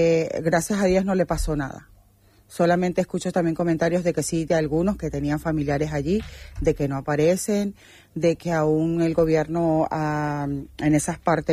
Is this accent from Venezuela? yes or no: yes; Maturín, Monagas, Venezuela; moved away as an adult; now in Spain; en mi tierra, en Maturín, en Monagas